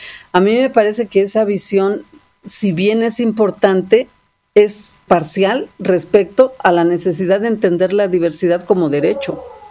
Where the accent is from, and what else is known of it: Mexico